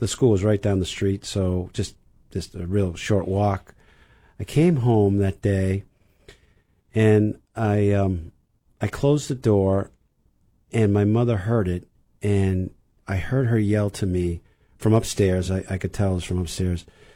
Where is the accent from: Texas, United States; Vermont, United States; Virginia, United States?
Vermont, United States; Burlington; I grew up in Burlington, Vermont.